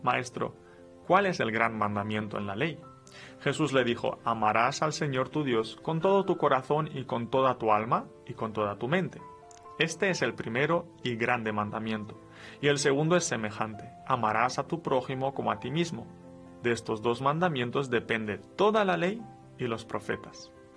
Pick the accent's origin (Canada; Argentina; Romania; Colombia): Romania; first language Romanian; Spanish is a second language; now in Spain; yo no soy español, soy de Rumanía, entonces a veces me cuesta y tengo que traducir las cosas del castellano al rumano